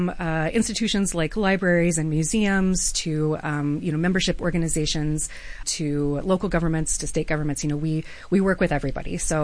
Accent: Texas, United States; So I am from Texas originally, and I'm seventh or eighth generation Texan.

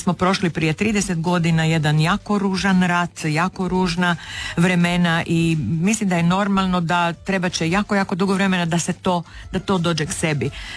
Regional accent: Rijeka, Primorje-Gorski Kotar County, Croatia; first language Chakavian and Fiuman (Italian dialect); Ja ne mogu reći da sam Talijanka iz Rima. Ja sam Riječanka koja donosi u sebi i taj talijanski

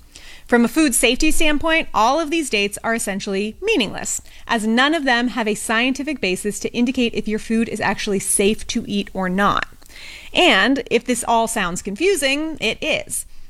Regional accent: California, United States; my home state of California

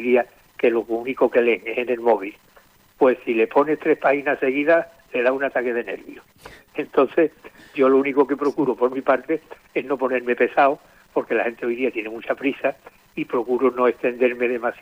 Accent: Seville, Andalusia, Spain; tengo querencia como sevillano por Cádiz.

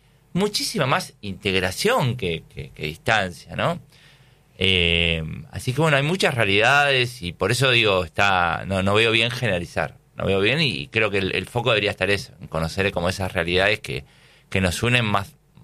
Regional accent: Buenos Aires, Argentina; born there; accent: porteño; moved away as an adult; also born or lived in Patagonia; now in Los Antiguos, Argentina; me siento ciudadano del mundo, ¿no? O sea, nací en Buenos Aires, vivo en Patagonia hace 20 años. Cuando estoy allá, tengo acento porteño, me dicen.

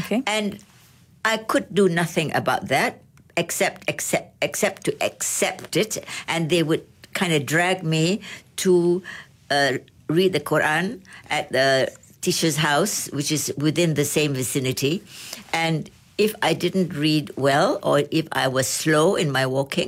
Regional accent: Penang, Malaysia; growing up in Penang was for me a joy, a great memory and a joy, because we have so many friends in the kampung

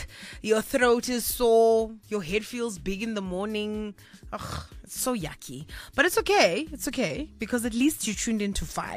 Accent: Kimberley, Northern Cape, South Africa; We've got a message coming through from Tony all the way out in Kimberley, which is my hometown.

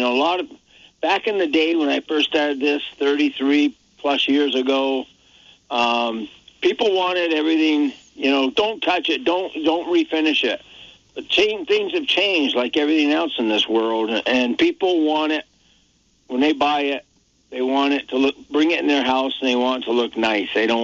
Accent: Barre, Vermont, United States; And I'm a Barry boy. I was born in Vermont

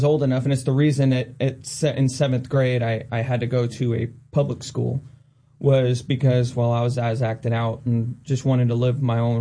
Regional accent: Sacramento, California, United States; I was born and raised in Sacramento.

